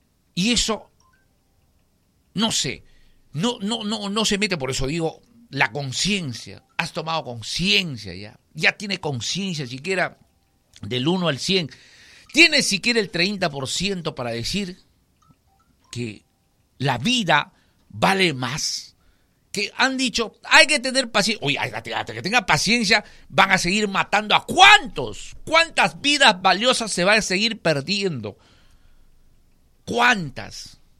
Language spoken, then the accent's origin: Spanish; Peru